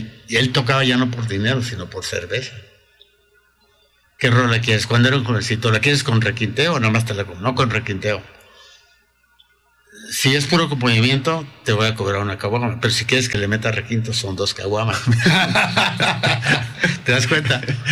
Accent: Corerepe, Sinaloa, Mexico; en mi pueblito que te conté, Corerepe, Guasave, Sinaloa

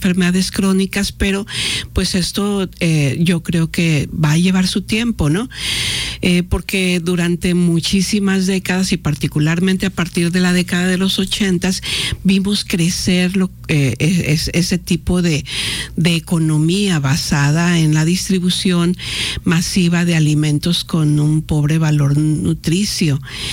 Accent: Mexico; Somos mexicanos

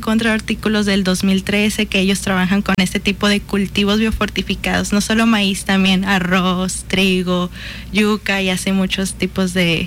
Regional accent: Mexico; hablando de nosotros como mexicanos, porque es parte de nuestra identidad

